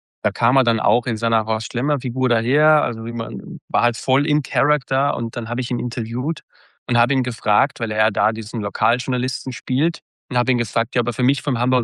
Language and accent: German; Austria; Aber es ist natürlich ein bisschen schwierig, wenn man als Österreicher vielleicht in den hohen Norden zieht